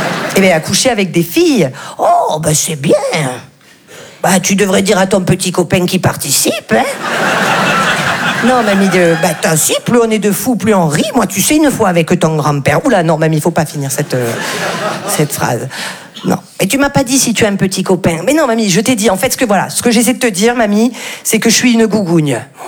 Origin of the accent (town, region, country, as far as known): France